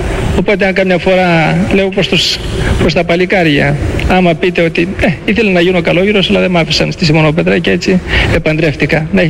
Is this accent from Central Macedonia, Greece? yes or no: no; Thessaly, Greece; now in Mount Athos, Greece; Περισσότεροι μας είμαστε Θεσσαλοί και μάλιστα από την περιοχή των Τρικάλων, κοντά στα Μετέωρα.